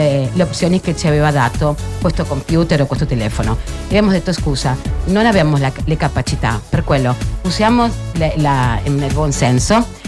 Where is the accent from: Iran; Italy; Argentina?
Argentina; Italian is a second language; Faccio un italiano argentino in una parola.